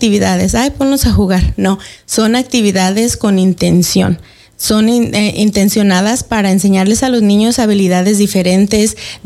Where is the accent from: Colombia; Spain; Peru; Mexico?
Mexico; now in Mid-Columbia, United States; Yo crecí, y yo nací en México y crecí en México hasta que nos movimos por acá.